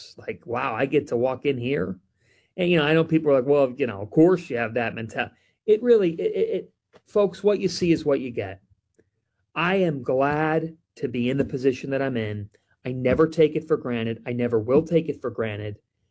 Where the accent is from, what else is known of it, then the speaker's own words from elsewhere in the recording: Cleveland, Ohio, United States; I'm from Cleveland